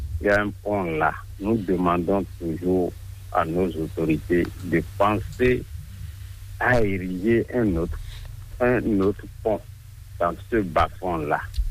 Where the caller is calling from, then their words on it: Adjohoun, Ouémé, Benin; Je vous appelle à Guémilarin, arrondissement d'Azorité, commune d'Adjon.